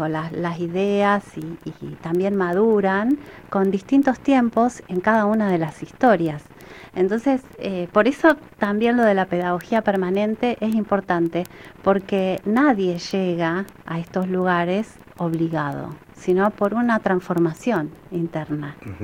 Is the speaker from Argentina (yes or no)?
yes; Santa Cruz, Argentina; yo me crié, bueno, en Santa Cruz, por supuesto, y fui toda mi vida a una sola escuela, a María Auxiliadora.